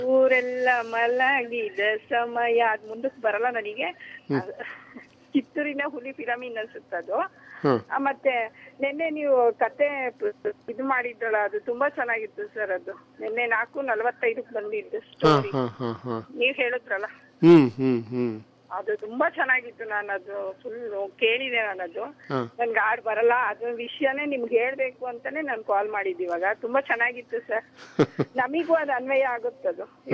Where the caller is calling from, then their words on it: Bhadravati, Karnataka, India; ಭದ್ರಾವತಿಯಿಂದ.